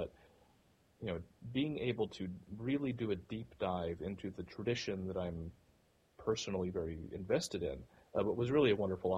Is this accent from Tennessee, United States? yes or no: yes; Lynchburg, Tennessee, United States; My hometown is Lynchburg, Tennessee, where Jack Daniel's whiskey comes from. And so I grew up with Southern American Christianity.